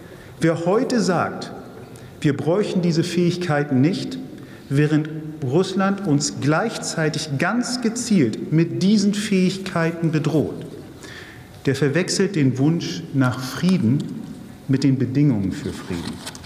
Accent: Hamburg, Germany; Als Hamburger

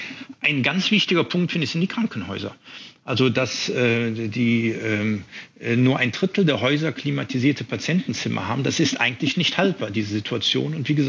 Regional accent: Mannheim, Baden-Württemberg, Germany; Also ich komme aus Mannheim, mein Name ist eine der heißesten Städte, weil wir hier in der Oberrheinebene liegen.

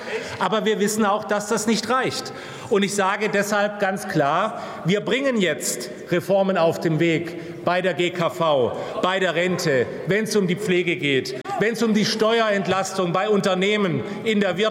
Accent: Baden-Württemberg, Germany; Auch in meinem Heimatland Baden-Württemberg, in meinem Wahlkreis, werden Arbeitsplätze abgebaut.

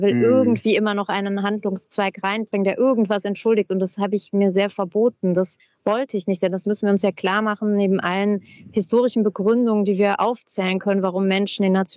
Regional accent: Hermeskeil, Rhineland-Palatinate, Germany; born there; Ich trete dann, wenn überhaupt, wahrscheinlich Hermeskeil meinem Geburtsort nahe.

